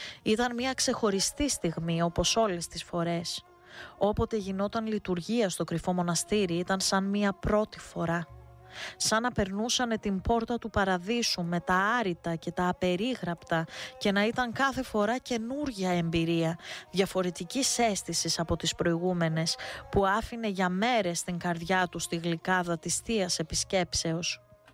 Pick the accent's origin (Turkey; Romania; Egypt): Turkey; Istanbul; Ορφάνεψα από μικρός Και έτσι με ανέλαβε ο θείος μου, ο καθηγητής, και μεγάλωσα στην Κωνσταντινούπολη.